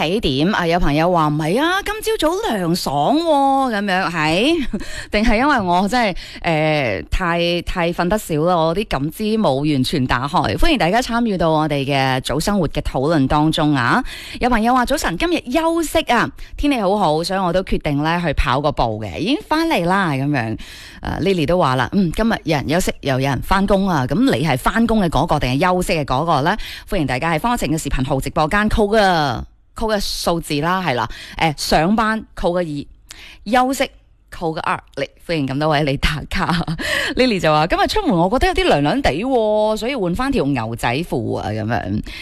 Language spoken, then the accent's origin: Cantonese; Guangdong, China; 作为广东人